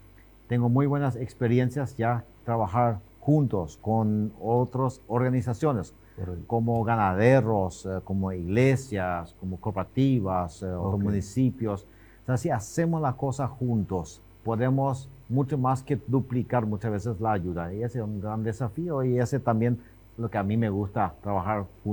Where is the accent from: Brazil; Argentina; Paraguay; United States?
Paraguay; Loma Plata, Boquerón; mis padres también. Son nacidos los dos en Loma Plata, igual como yo, en el departamento de Boquerón. Así que somos chaqueños puros